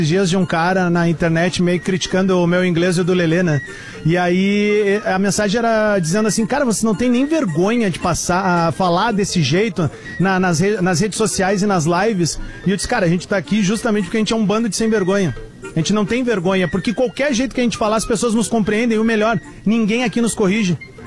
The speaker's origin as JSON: {"language": "Portuguese", "country": "Brazil", "said": "a gente é o único país que fala português na vizinhança toda, sabe?"}